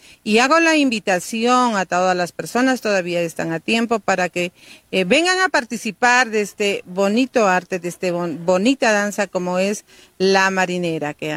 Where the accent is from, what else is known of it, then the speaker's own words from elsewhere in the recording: Chuquisongo, La Libertad, Peru; Yo soy, le digo, de Chuquisongo. Ah, la tierra de los bravos, me dicen.